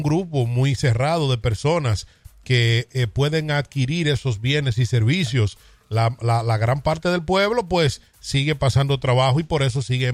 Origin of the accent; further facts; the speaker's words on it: Dominican Republic; now in United States; Históricamente Puerto Rico nos ha abierto las puertas a nosotros los dominicanos allá